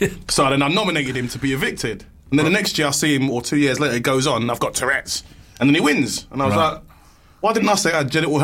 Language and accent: English; Nigeria; you can tell I'm Nigerian, look at me, I'm sweating like...